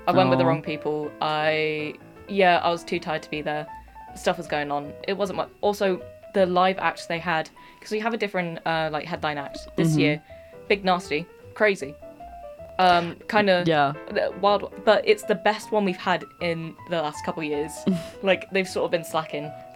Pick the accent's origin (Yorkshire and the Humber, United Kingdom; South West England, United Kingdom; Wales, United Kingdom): South West England, United Kingdom; Bristol; I am from Bristol, that's right.